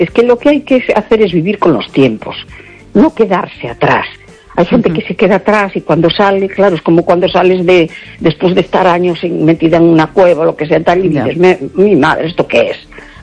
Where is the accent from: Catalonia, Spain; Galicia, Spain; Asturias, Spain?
Galicia, Spain; A Coruña; Hola, buenas noches … de La Coruña.